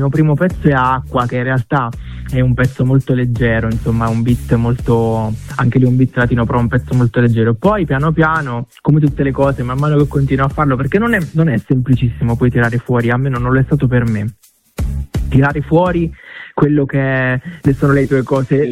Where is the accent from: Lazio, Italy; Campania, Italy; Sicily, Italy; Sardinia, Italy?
Sicily, Italy; Vittoria; Siciliano, sì, sono di Ragusa, della provincia di Ragusa, di Vittoria.